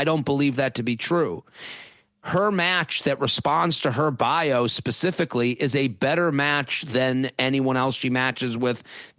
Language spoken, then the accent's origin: English; Needham, Massachusetts, United States; I'm from Needham.